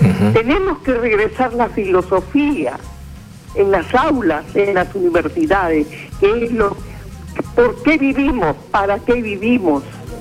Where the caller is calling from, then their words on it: La Perla, Callao, Peru; De acá de La Perla.